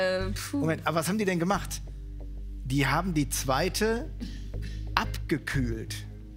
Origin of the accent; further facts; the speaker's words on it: Rhineland, Germany; Das ist jetzt auch ein schwerer, also als Rheinländer